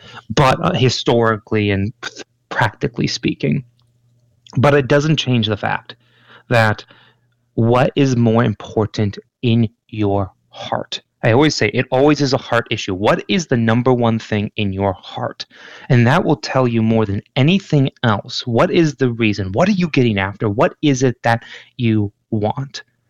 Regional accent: Michigan, United States; I'm from Michigan, so my accent, have an accent.

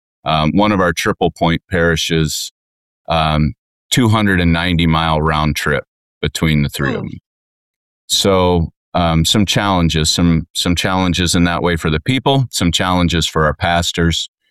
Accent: Kansas City, United States; now in Billings, United States; my hometown in Kansas City

